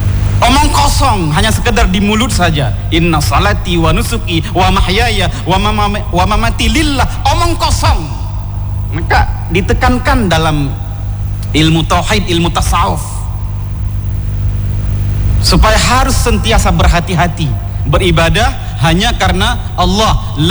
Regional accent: Aceh, Indonesia; Khususnya kita orang Aceh, kayaknya semuanya kita di Aceh

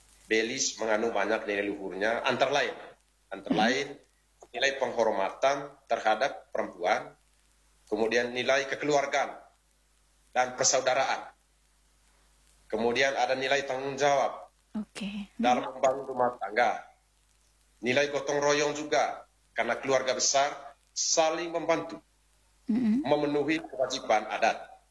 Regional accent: East Nusa Tenggara, Indonesia

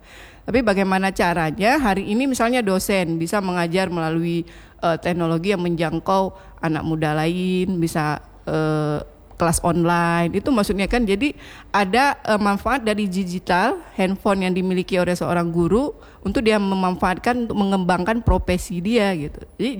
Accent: Aceh, Indonesia; sesama kita orang Aceh

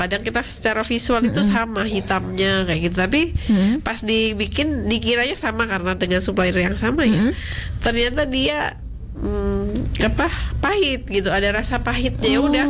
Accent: Java, Indonesia; now in Magetan, Indonesia; Enggak loh, Mas, aku orang Jawa.

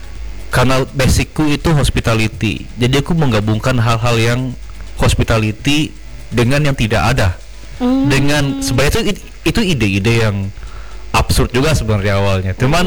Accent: Palangka Raya, Central Kalimantan, Indonesia; Dan saya asli orang Segohong, Tengkiling.

